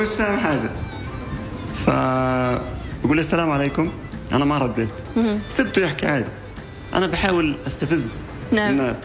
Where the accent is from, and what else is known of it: Gaza, Gaza Strip, Palestine; now in Amman, Jordan